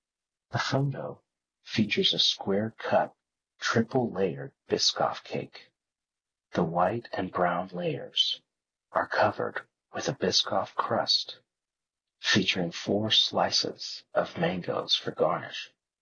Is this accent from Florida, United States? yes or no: yes; Fort Myers, Florida, United States; I'm in line at the post office in Fort Myers, Florida, my hometown.